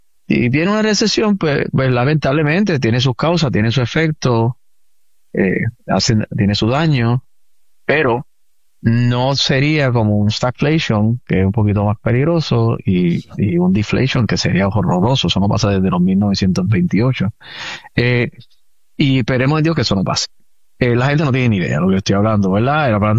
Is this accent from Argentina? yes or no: no; Puerto Rico; Y sabemos que nosotros somos, los boricuas somos locos gastando.